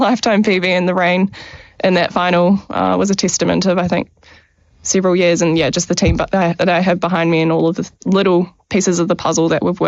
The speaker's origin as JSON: {"language": "English", "country": "New Zealand", "said": "we can play this to our advantage because we come from New Zealand. We're used to these conditions."}